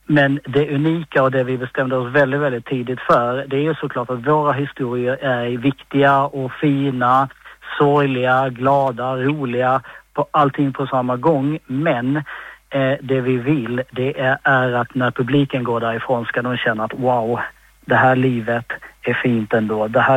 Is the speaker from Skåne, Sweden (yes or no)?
yes; Malmö, Skåne, Sweden; now in Stockholm, Sweden; Malmö är min hemstad och det är jättevackert och jättefint. Numera bor jag ju i Stockholm